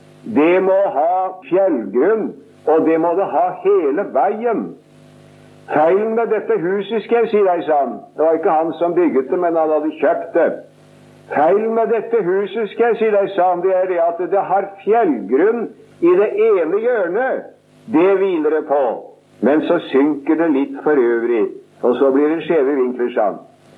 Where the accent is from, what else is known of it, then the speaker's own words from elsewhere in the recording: Sarpsborg, Østfold, Norway; moved away; som vi sier hjemme i Sarpsborg.